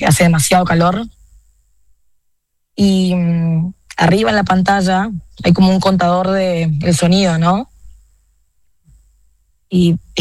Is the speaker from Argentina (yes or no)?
yes; Resistencia, Chaco, Argentina; moved away as an adult; now in Miami, United States